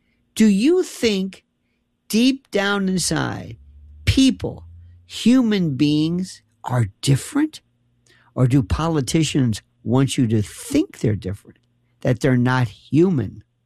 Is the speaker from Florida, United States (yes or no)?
yes; Tampa, Florida, United States; And I lived growing up in Tampa, or Tampa, as you would say, which is the home of MacDill Air Force Base.